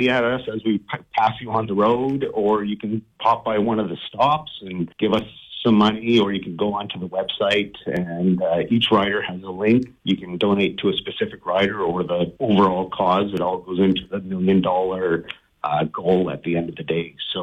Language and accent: English; British Columbia, Canada; I'm from the Lower Mainland originally